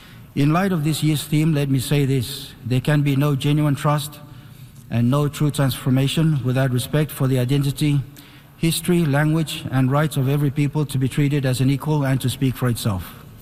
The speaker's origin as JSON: {"language": "English", "country": "Nauru", "said": "Nga de Ngauru. That means I am from Ngauru. And so is every person I have the honor to speak for today."}